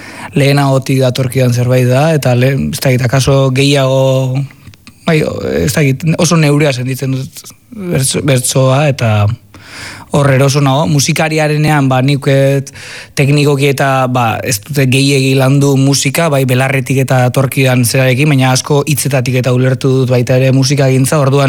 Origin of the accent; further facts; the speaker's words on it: Azpeitia, Basque Country, Spain; ni Azpeitiarra naiz